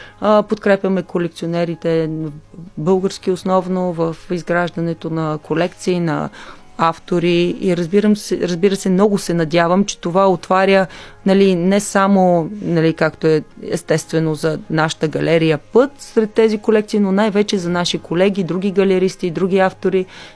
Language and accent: Bulgarian; Plovdiv, Plovdiv Province, Bulgaria; аз съм основно от Пловдив.